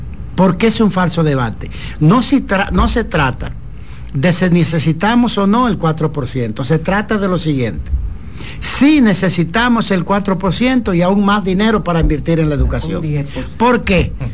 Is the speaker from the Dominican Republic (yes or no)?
yes; Dominican Republic; born there; La Rancha, donde yo nací. Mi gran urbe, mi gran ciudad